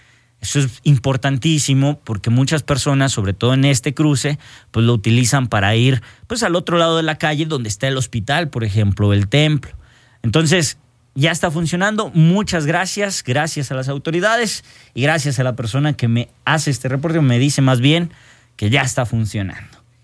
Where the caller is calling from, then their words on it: La Concepción, Mexico; Soy de la Concepción, de la comunidad de La Concepción.